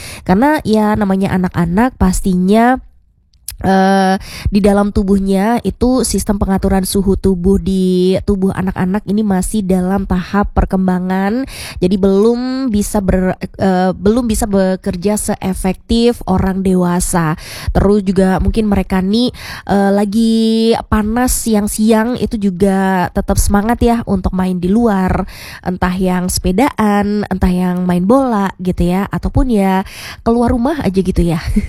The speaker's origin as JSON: {"language": "Indonesian", "town": "Yogyakarta", "region": "Special Region of Yogyakarta", "country": "Indonesia", "said": "kita sebagai warga Jogja yang mungkin tubuhnya tuh sudah beradaptasi dengan kondisi cuaca di Jogja"}